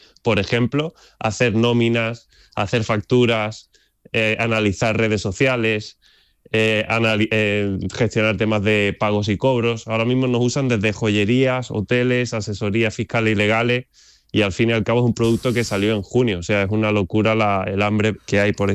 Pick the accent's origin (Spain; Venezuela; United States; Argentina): Spain; Andalusia; Yo soy un poco apasionado de la geopolítica a nivel español y, por supuesto, me siento andaluz.